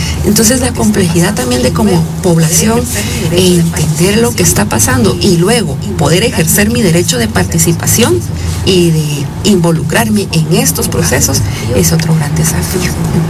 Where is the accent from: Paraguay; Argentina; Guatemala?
Guatemala; como guatemaltecas no vamos y votamos como si íbamos a hacer ya el otro año, ¿verdad?